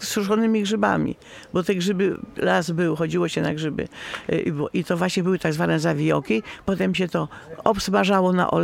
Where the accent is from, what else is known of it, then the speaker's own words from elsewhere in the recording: Samogoszcz, Masovian Voivodeship, Poland; Ja pochodzę ze wsi Samogoszcz, gmina Maciejowice, powiat garwoliński.